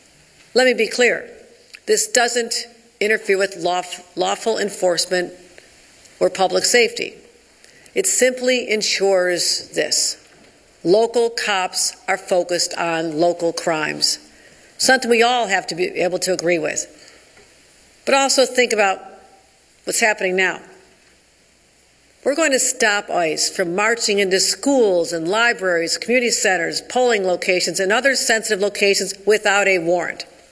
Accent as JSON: {"language": "English", "region": "New York", "country": "United States", "said": "Not as New Yorkers, not as Americans."}